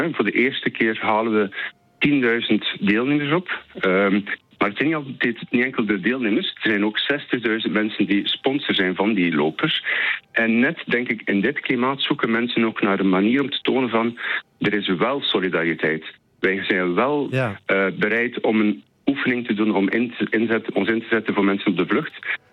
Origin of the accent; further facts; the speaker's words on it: Bruges, Flanders, Belgium; accent: Flemish; moved away as an adult; now in Amsterdam, Netherlands; ik kom uit Brugge, maar ik woon al 9 jaar in Nederland, in Amsterdam.